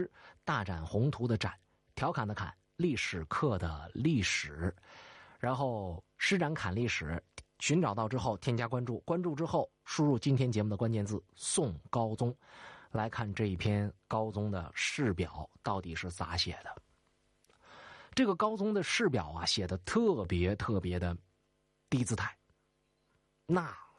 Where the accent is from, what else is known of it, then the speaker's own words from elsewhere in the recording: Northeast China, China; 用我们东北一句土话来讲